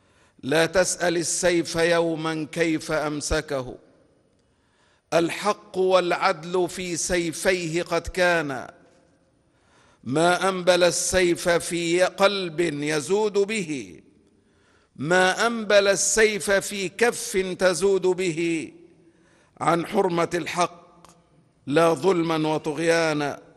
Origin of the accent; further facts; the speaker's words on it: Egypt; اللهم احفظ بلدنا مصر